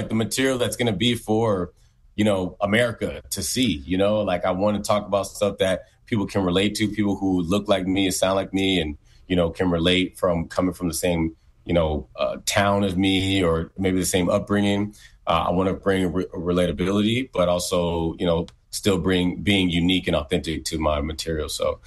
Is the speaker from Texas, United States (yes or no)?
yes; Houston, Texas, United States; now in New York, United States; especially coming from my hometown in Houston, and my, you know, folks out here in New York